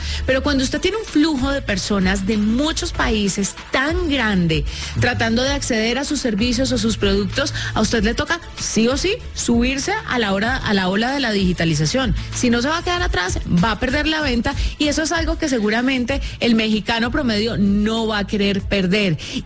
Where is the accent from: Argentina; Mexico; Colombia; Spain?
Colombia; como en nuestro querido país Colombia